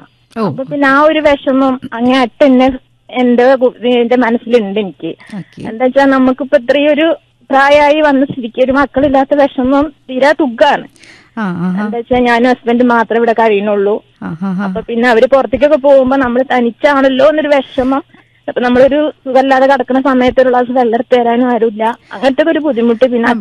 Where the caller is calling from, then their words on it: Vazhikkadavu, Kerala, India; Vazhikkadavu.